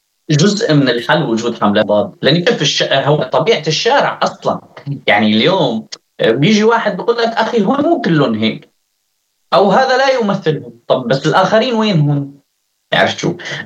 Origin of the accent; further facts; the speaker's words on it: As-Suwayda Governorate, Syria; أنا من السويد وشهادتي مجروحة